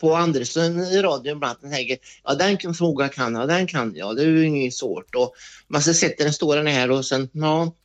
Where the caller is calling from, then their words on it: Åsens bruk, Västra Götaland County, Sweden; vi brukar säga Åsen, så är det bara Åsen då.